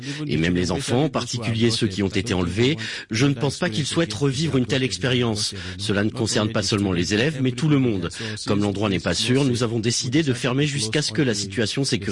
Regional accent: Aguara, Niger State, Nigeria; Comme ces paysans, je viens de l'État du Niger. Je suis originaire de Aguara.

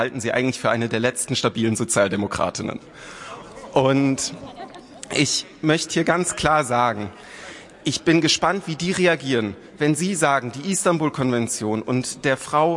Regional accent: Bavaria, Germany; ich komme auch aus Bayern.

